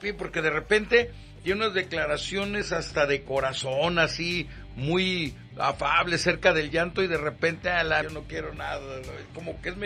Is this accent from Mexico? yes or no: yes; Mexico; somos de México